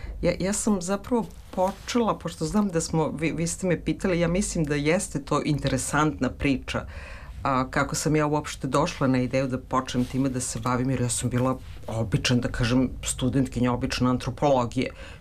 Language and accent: Serbian; Belgrade, Serbia; ja kažem, ja sam iz Beograda